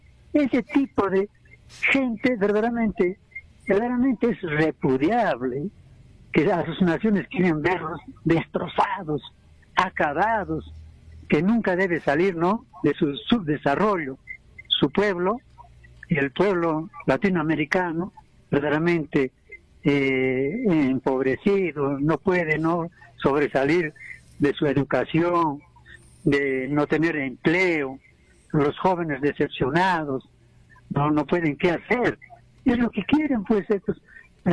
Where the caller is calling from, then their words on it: Peru; Como peruanos que tenemos tantas riquezas